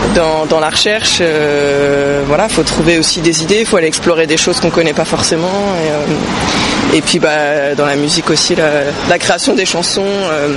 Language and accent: French; Cergy, Île-de-France, France; moved away as an adult; J'ai grandi à Cergy, en fait, jusqu'au bac